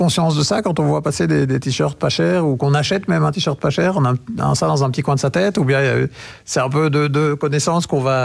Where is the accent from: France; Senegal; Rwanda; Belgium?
Belgium